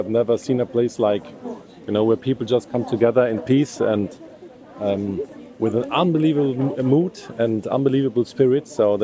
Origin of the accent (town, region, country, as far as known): Germany